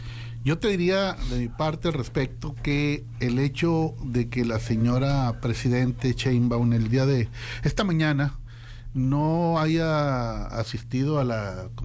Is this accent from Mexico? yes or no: yes; Sinaloa, Mexico; Para mí, de Sinaloa, para mí hay pedido en el ejido, como dicen por mi tierra